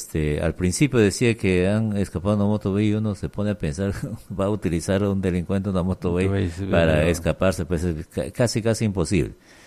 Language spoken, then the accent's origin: Spanish; Peru